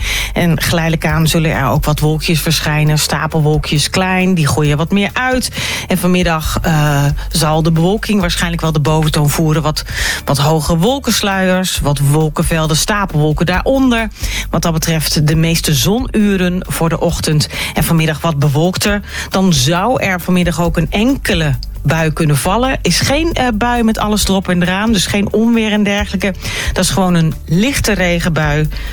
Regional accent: Netherlands; Ja, en wij als Nederlanders die zijn toch wel een beetje gewend om een beetje tussen de buien door te laveren.

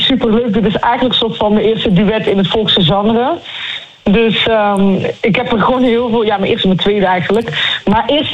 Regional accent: Limburg, Netherlands; Ik ga naar Limburg. Naar waar ik vandaan kom.

